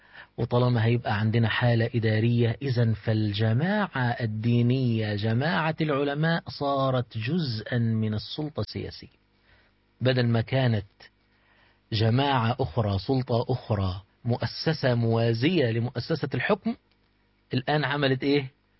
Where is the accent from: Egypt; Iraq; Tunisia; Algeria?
Egypt; إحنا عندنا في مصر